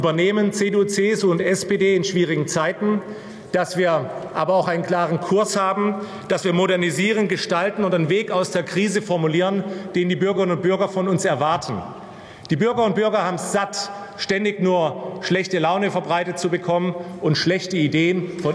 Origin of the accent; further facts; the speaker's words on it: Baden-Württemberg, Germany; ich komme aus Baden-Württemberg, ich lebe dort auch noch.